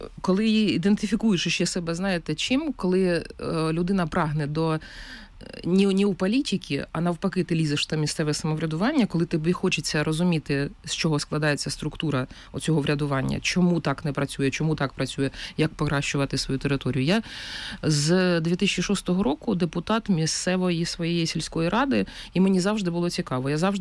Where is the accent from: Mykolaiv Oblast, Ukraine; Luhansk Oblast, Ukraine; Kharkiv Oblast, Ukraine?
Luhansk Oblast, Ukraine; Shulhynka; first language Ukrainian; also born or lived in Novoaidar; Народилась я на півночі Луганщини, це більш така, звісно, переважно Слобожанщина, в селищі міського типу Новайдар, але все своє життя провела в Шульгінці, тому що мої батьки звідти родом, баба з дідом, які мене виховували до школи